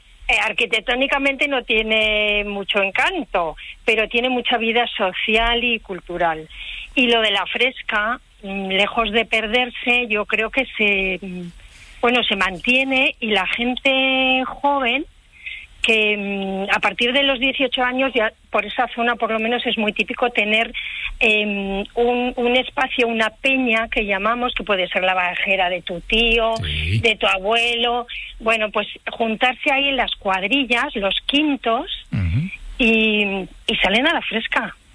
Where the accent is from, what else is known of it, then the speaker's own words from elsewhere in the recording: Castilla-La Mancha, Spain; now in Burjassot, Spain; Pero quería hablarte de mi pueblo.